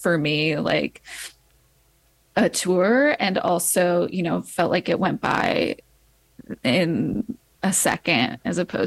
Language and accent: English; Burbank, California, United States; born there; also born or lived in Santa Barbara, California; now in Lompoc, United States; I was actually born in Santa Barbara, and then I grew up partially in Burbank. And then yeah, I've been here for like 20 years.